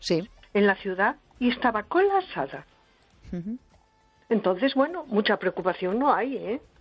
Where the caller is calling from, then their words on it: A Coruña, Galicia, Spain; de Coruña